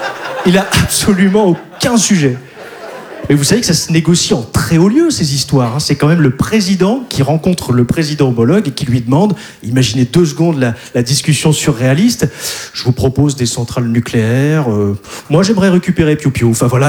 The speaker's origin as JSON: {"language": "French", "region": "Hauts-de-France", "country": "France", "said": "mais moi je viens du Nord. Et il faut savoir qu'en France, on regarde à peu près 3 heures la télévision. Nous, dans le Nord, on en regarde à peu près 6."}